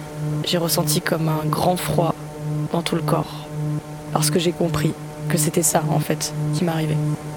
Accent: Marseille, Provence-Alpes-Côte d'Azur, France; moved away; J'ai grandi à Belle-de-Mai, à Marseille.

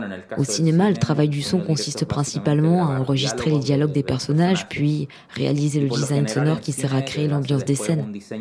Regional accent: Arica, Arica y Parinacota, Chile; je viens d'Arica, une ville située à la frontière nord du Chili, partagée avec le Pérou et la Bolivie.

